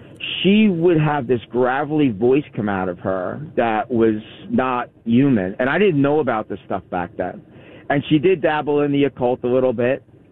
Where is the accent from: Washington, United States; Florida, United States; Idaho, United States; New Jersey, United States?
New Jersey, United States; I grew up in New Jersey, you know, and New Jersey, you know